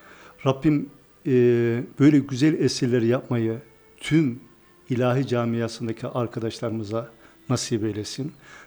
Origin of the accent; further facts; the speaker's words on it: Amasya, Turkey; Aslında ben Amasyalıyım.